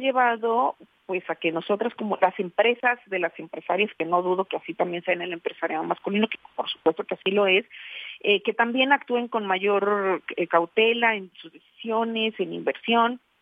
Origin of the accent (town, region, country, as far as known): Mexico